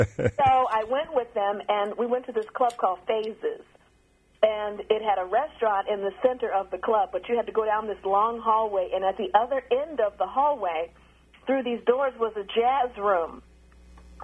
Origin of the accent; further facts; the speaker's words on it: Los Angeles, California, United States; told him I was a singer from Los Angeles that was a student at Houston Tillotson, and that, you know, I had been singing in L.A., and which I was lying about.